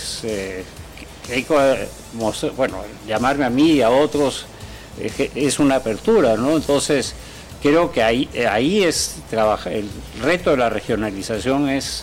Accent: Peru; Todos somos peruanos

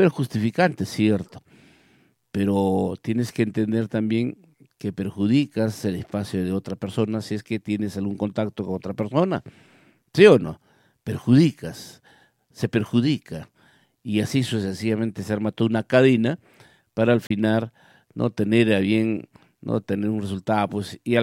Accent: Peru; ¿no somos peruanos?

